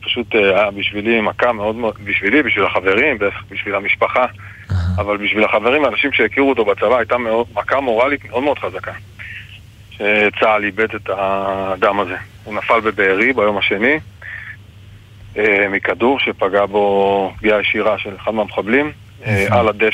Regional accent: Northern District, Israel; אבל אני אוהב את הנופים של הגולן. גדלתי פה כילד, הסתובבתי יחף בשדות ובמרחבים ובנחלים ובמעיינות

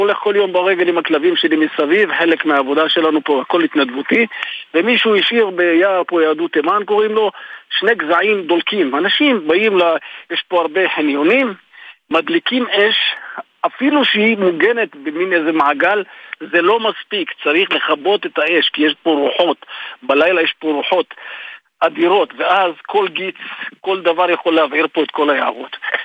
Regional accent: Kisalon, Jerusalem District, Israel; אני נולדתי פה, אני 60 שנה פה.

